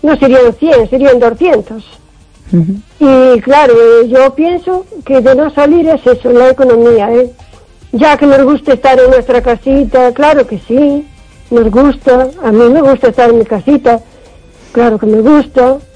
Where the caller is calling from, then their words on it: O Carballiño, Galicia, Spain; de Carballiño.